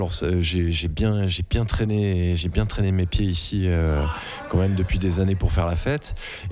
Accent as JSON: {"language": "French", "town": "Nîmes", "region": "Occitanie", "country": "France", "said": "Oula, nous, on est de Nîmes."}